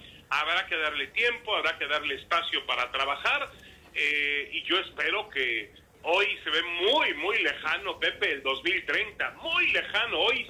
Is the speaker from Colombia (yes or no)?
no; Mexico; Pero yo creo que a Márquez vamos, como somos los mexicanos, vamos a empezar a medirlo